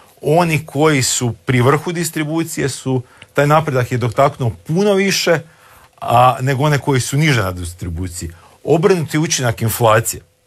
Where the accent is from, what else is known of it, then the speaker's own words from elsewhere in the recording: Slavonia, Croatia; moved away; Ja sam iz Slavonije, onda to redovno idem u Slavoniju.